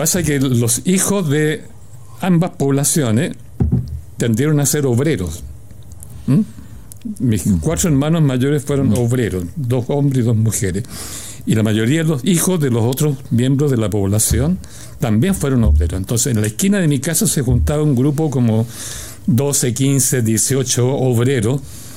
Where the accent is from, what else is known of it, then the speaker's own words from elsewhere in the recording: Santiago, Santiago Metropolitan Region, Chile; ahí está instalada la población donde yo nací y viví 20 años seguidos en ese barrio, que es un barrio muy interesante. Es muy interesante urbanísticamente hablando, porque tiene 2 cementerios.